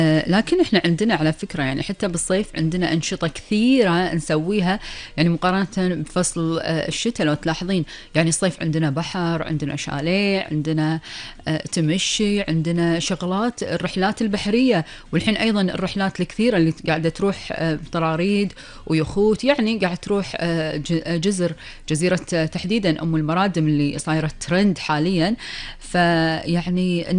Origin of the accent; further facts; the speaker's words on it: Kuwait; أنا كويتية